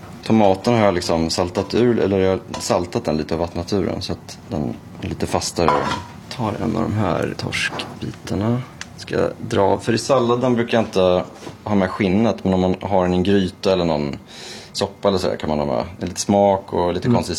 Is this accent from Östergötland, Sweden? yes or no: yes; Norrköping, Östergötland, Sweden; När jag växte upp i Norrköping så gick det inte att få tag i det.